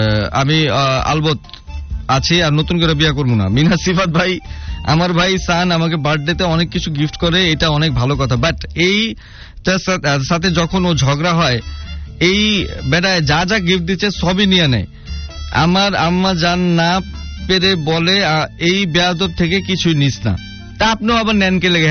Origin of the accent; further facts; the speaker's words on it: Sandwip, Chittagong Division, Bangladesh; কারণ আমার বাড়ি সন্দ্বীপ থেকে সমুদ্রের একটা দ্বীপ।